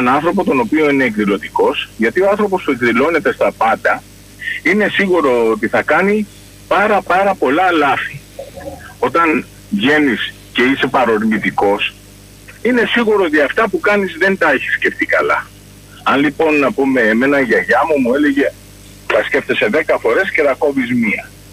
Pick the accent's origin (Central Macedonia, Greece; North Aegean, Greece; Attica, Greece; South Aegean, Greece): Attica, Greece; Kaminia; Τι κάνεις, αγόρι μου … από τα Καμίνια.